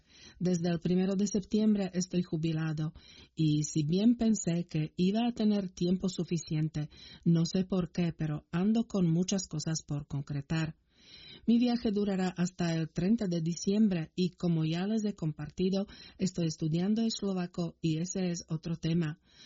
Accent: Argentina; soy argentino y es la primera vez que tengo el agrado de escribirles.

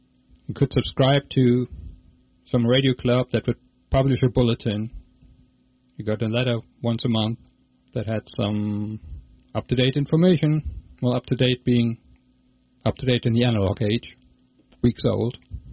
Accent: Germany; I'm originally from Germany. That's why my name is not easy to pronounce, and that's why my website ends in .de, not in .com or anything.

